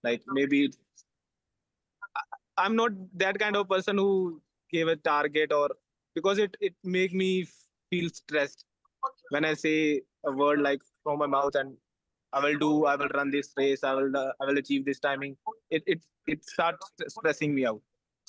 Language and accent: English; Punjab, India; I'm from Punjab.